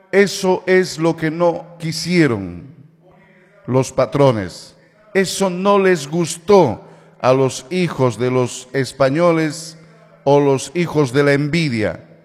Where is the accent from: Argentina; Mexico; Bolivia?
Bolivia; como buenos bolivianos, hoy le rendimos homenaje a nuestra patria Bolivia.